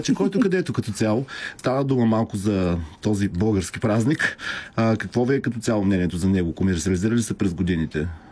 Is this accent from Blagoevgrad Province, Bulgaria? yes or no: no; Ruse, Ruse Province, Bulgaria; понеже съм родом от Русе, в Русе си правихме Джулай Ивнинг, защото там зареза е много хубав.